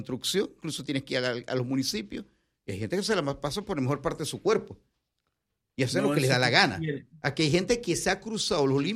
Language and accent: Spanish; Panama